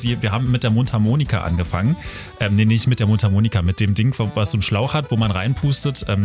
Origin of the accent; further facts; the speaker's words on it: Burg, Saxony-Anhalt, Germany; in Burg bei Magdeburg, meine Heimat